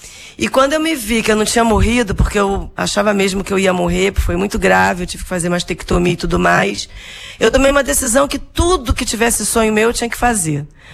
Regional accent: Rio de Janeiro, Brazil; born there; Meus avós são refugiados, judeus, e eu nasci aqui em Cascadura, maternidade pública, e minha família tinha muita necessidade de escassez, não tinham estudo, não tinham famílias aqui no Brasil.

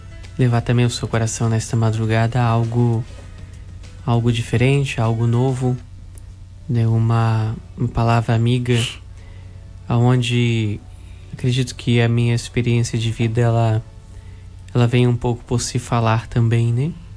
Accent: Macaé, Rio de Janeiro, Brazil; moved away as an adult; also born or lived in Paraná / São Paulo; now in Rio de Janeiro, Brazil; Sou natural da cidade de Macaé, aqui mesmo no Rio de Janeiro. Mas em todo esse período de formação eu passei por vários momentos, por vários lugares. Eu morei no interior do Paraná

